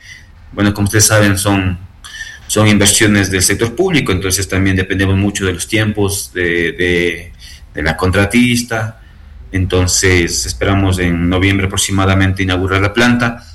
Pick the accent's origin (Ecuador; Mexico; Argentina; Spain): Ecuador; Cotopaxi; Somos de Sitges, somos de Quinticusí. Somos de Cotopaxi